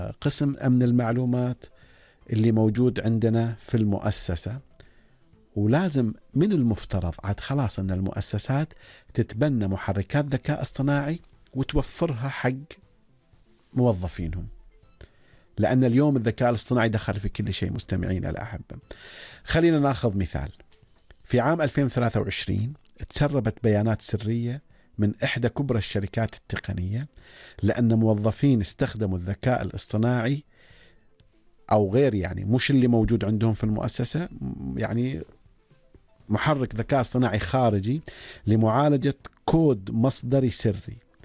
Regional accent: Oman; والله يعود الأيام الجميلة هذه على بلدنا عمان بالخير،

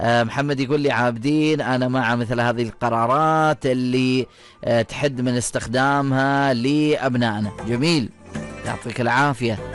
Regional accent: Oman; عندنا في سلطنة عمان

